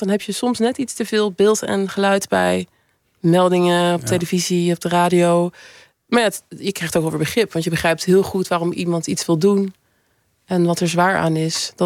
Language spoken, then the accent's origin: Dutch; The Hague, South Holland, Netherlands; Ik kom uit Den Haag, dus ik ken Veteranendag vanaf het begin.